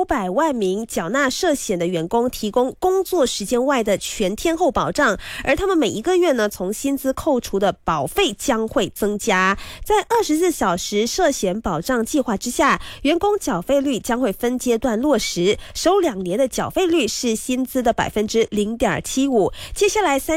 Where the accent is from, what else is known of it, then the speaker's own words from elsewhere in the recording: Johor Bahru, Johor, Malaysia; moved away; 我们是柔佛妹子，因为我是新山人嘛